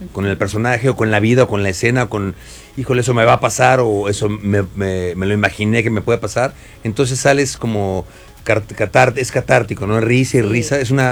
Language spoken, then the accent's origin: Spanish; Querétaro, Mexico; yo invité gente en Querétaro, yo soy de Querétaro, invité gente, mis primos que son de mi edad